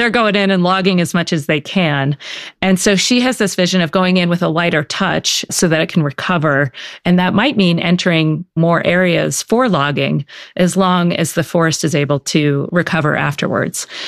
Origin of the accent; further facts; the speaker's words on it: Baltimore, Maryland, United States; You know, I'm from Baltimore